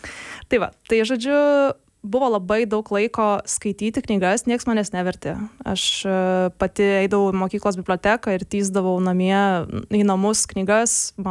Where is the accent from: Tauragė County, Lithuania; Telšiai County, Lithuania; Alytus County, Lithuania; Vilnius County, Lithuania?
Alytus County, Lithuania; Tai aš esu kilusi iš Alytaus rajono, netoli Žuvinto biosferos rezervato mes gyvenam. Mano vienkėmis vadinasi Zailiai, labai keistas pavadinimas, dabar man atrodo oficialiai gal kokie tik 3 ar 4 gyventojai likę.